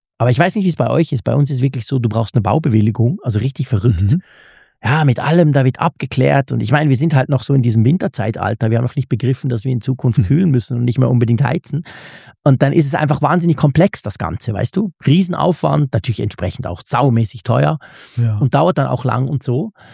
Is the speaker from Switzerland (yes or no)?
yes; Switzerland; Ich darf das ja sagen als Schweizer.